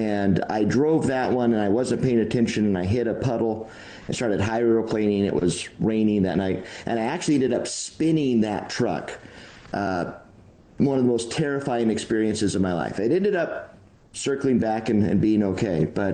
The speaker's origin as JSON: {"language": "English", "town": "Casper", "region": "Wyoming", "country": "United States", "tie": "born or raised there", "said": "I'm born in Wyoming, third generation."}